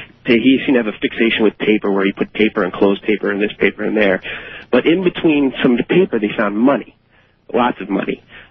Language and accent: English; New Jersey, United States; I'm from New Jersey.